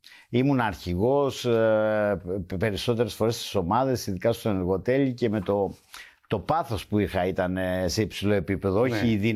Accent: Agia Varvara, Attica, Greece; στα Καμίνια, εκεί στην Αγία Βαρβάρα, εκεί που μεγάλωσα, παίζαμε μπάλα.

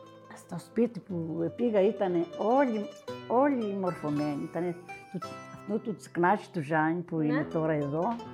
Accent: Vorizia, Crete, Greece; Εγώ ήμουν και από τα Βορίζα, δεν ήξερα και πολλά.

